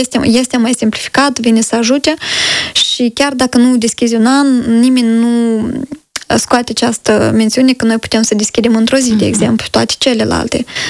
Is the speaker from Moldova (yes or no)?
yes; Moldova